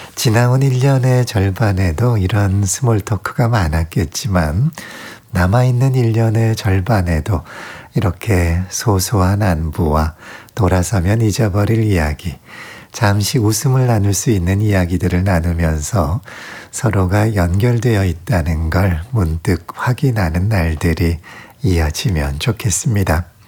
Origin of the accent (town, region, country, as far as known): South Korea